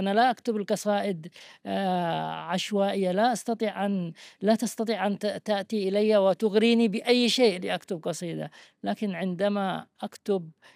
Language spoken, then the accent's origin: Arabic; Yemen; أسكن في قريتي التي ولدت فيها على جبل يطل على تهامة وعلى البحر